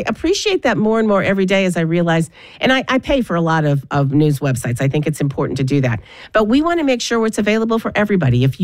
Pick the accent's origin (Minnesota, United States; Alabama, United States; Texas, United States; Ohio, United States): Ohio, United States; I grew up in Ohio and have lived adjacent to Ohio all but a year and a half of my life.